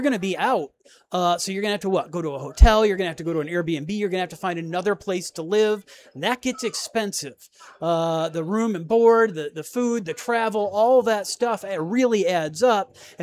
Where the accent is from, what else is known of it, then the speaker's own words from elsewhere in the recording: California, United States; I'm from Northern California